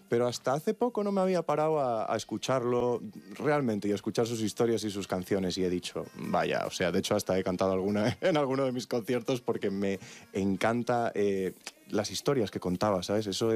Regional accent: Galicia, Spain; Y Galicia, pues es mi casa y mi lugar de descanso. Que además me costó bastante ser profeta en mi tierra.

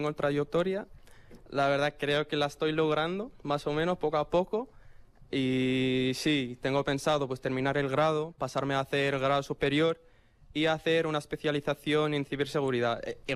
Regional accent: Morocco; now in Spain; Soy de Marruecos.

